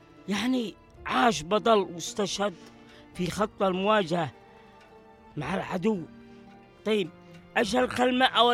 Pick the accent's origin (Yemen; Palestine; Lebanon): Yemen; ليش إحنا هنا في اليمن بنهتم به لهذا الدرجة ونسوي له إذاعة وفعاليته لبناني وإحنا يمنيين؟